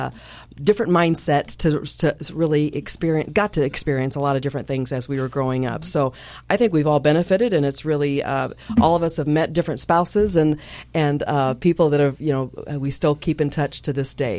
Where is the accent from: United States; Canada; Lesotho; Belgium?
United States; Raymond, Illinois; So went to school in Litchfield. Grew up, born and raised in Raymond, Illinois.